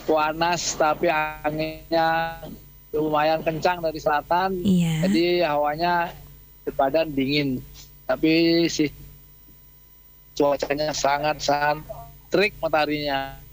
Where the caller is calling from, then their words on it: Pare, East Java, Indonesia